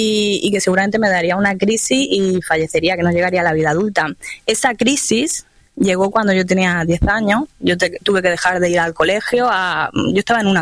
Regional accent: Sabadell, Catalonia, Spain; born there; yo nací en Sabadell, ¿no? Que es un pueblo de Barcelona.

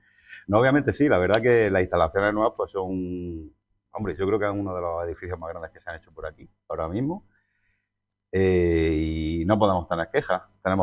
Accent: China

